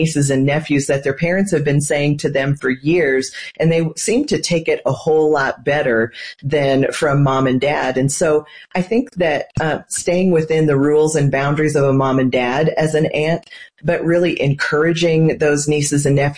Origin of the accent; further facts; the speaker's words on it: Nebraska, United States; now in Colorado Springs, United States; Well, I grew up in Nebraska